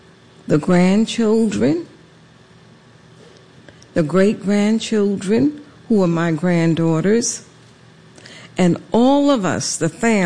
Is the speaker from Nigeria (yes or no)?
no; Savannah, Georgia, United States; born or raised there